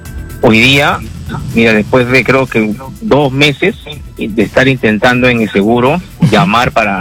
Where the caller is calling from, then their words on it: Lima, Peru; yo soy de Puente Piedra